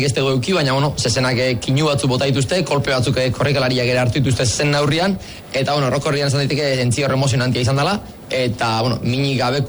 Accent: Zestoa, Deba, Mutriku, Basque Country, Spain; born there; hazi ginen, ba, zestuan, itziarren, deban, mutrikunda bar

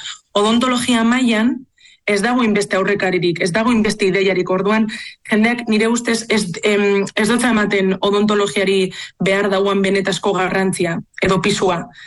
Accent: Bilbao, Basque Country, Spain; born there; eta Bilbon jaio nintzen, 1974. urtean.

